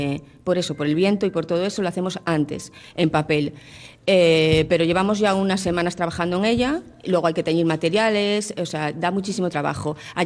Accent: Castropol, Asturias, Spain; yo soy de Castropol

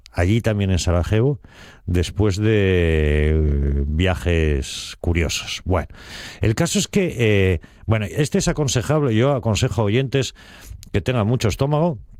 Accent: Spain; yo confieso que como español no siempre pillo en qué momento

